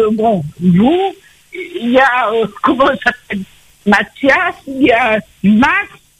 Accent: Réunion; born there; now in Metropolitan France; La Réunion, je suis né à La Réunion.

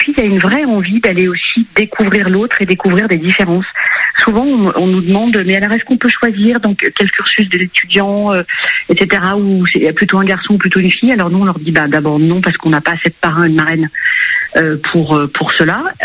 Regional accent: Lyon, Auvergne-Rhône-Alpes, France; Je suis une pure lyonnaise.

